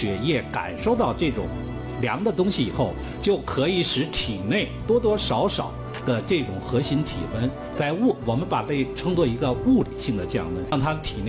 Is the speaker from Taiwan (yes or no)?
no; China; 我们中国人